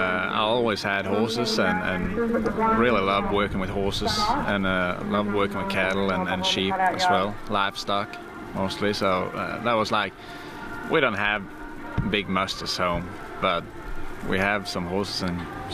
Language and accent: English; Norway; now in Australia; I'm from Norway. I'm 25 years old.